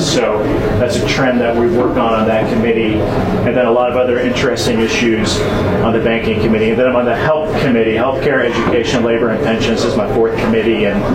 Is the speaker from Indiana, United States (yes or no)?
yes; Columbia City, Indiana, United States; We make all the sonobuoys for the United States Navy in my hometown in Columbia City, which is really important.